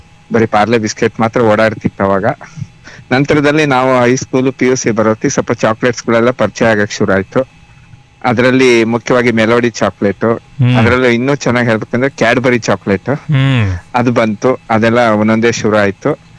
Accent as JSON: {"language": "Kannada", "town": "B R Project", "region": "Karnataka", "country": "India", "tie": "born there", "said": "ನಾನು ನಮ್ಮ ಅಪ್ಪಂದು ಕಿರಾಣಿ ಅಂಗಡಿ ಇತ್ತು ಬಿ ಆರ್ ಪ್ರಾಜೆಕ್ಟ್ ಅಲ್ಲಿ. ನಾನು ಅಂಗಡಿ ಮನೆಯಲ್ಲೇ ಹುಟ್ಟಿದ್ದೆ."}